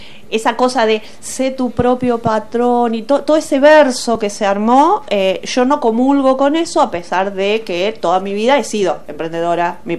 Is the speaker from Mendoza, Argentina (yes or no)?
no; Entre Ríos, Argentina; moved away; yo soy de Entre Ríos